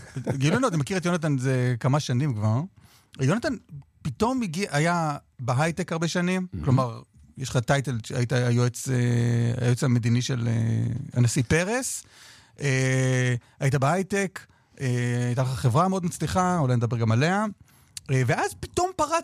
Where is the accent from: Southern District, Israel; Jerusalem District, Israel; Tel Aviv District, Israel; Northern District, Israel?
Tel Aviv District, Israel; Tel Aviv; אני אומר, אני מתל אביב.